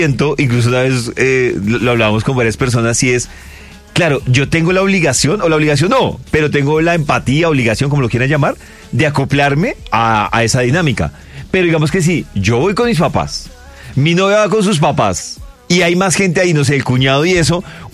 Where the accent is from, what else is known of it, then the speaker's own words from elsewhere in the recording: Bogotá, Colombia; yo siendo rolo